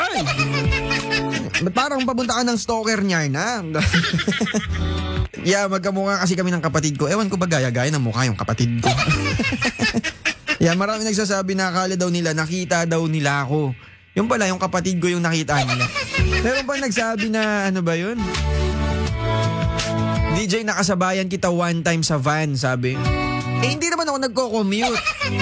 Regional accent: San Isidro, Cagayan Valley, Philippines; Yeah, taga San Isidro po ako, kaysa San Isidro, Isabela.

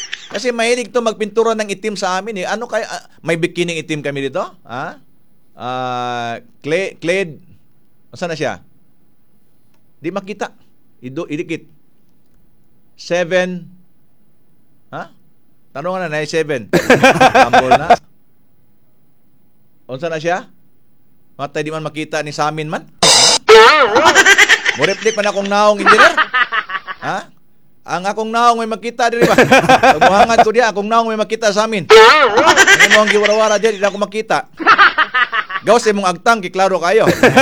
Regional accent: Davao City, Davao Region, Philippines; mga balita sa amin sa Davao City

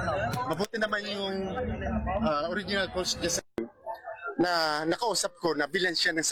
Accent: Barcelona, Bicol Region, Philippines; nagtitraining kami doon sa bayan namin sa Barcelona.

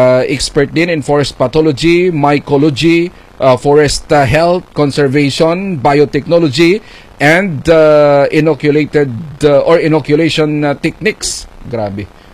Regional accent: Iloilo, Philippines; Alam mo, karamihan dito sa amin sa Iloilo, like ako personally, laki tayong bundok, no? Sa malapit sa bundok yung bahay namin

